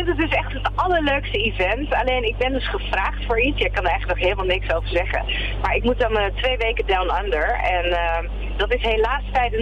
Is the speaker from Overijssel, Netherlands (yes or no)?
yes; Overijssel, Netherlands; als Twentenaar, niet alleen, maar ook echt als Nederlanders